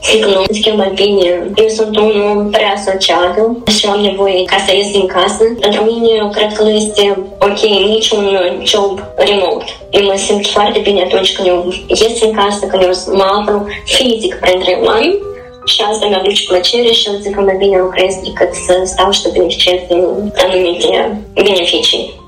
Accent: Moldova; moved away; Moldova este mereu în inima mea și mă întorc de fiecare dată cu drag. Mă strădui în fiecare an să vin acasă

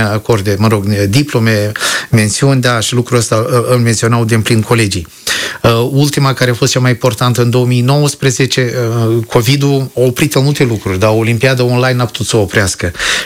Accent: Moldova; Moldova noastră în franceză e Moldavie.

